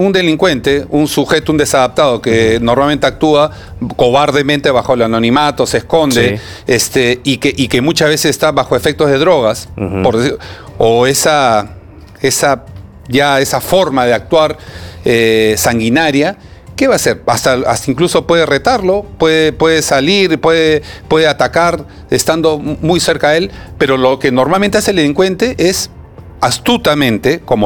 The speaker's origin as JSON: {"language": "Spanish", "country": "Peru", "said": "soy un peruano"}